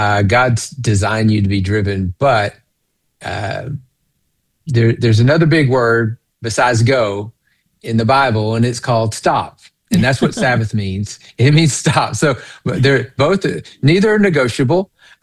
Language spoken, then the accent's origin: English; Tyler, Texas, United States; also born or lived in Dallas, Texas; now in Arkansas, United States; I grew up in a church in East Texas, Tyler, Texas, and I am a deacon's kid, a son and grandson of deacons.